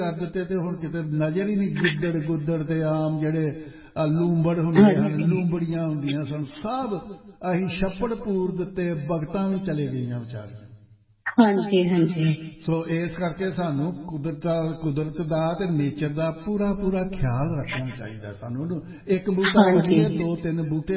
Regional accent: Punjab, India; ਸਾਡਾ ਜਿਹੜਾ ਪਿੰਡ ਹੈ ਨਾ ਸਾਡਾ ਪਿੰਡ ਹੈ ਬਟਾਲੇ ਦੇ ਲਾਗੇ ਖਾਨੂੰ ਆਉਣ ਵਾਲੀ ਸੜਕ ਉੱਥੇ ਟਿੱਬੇ ਹੁੰਦੇ ਸਨ

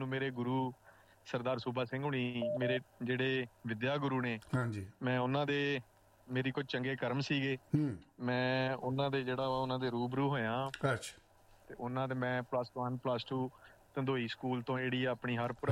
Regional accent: Panjgrain, Punjab, India; born there; ਮੈਂ ਪਿੰਡ ਮੇਰਾ ਨਗਰ ਪੰਜਗਰਾਈਆਂ ਜਿੱਥੇ ਮੈਂ ਜੰਮਿਆ ਵਾਂ।

